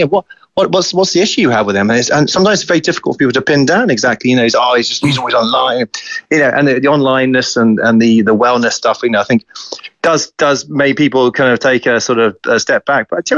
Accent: United Kingdom; I mean, you know, and I'm British, right?

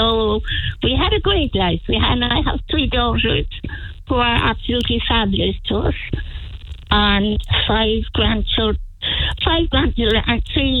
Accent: Kinsale, Munster, Ireland; moved away; Born and raised in Kinsale, yes. I don't live there now, but born and raised in Kinsale.

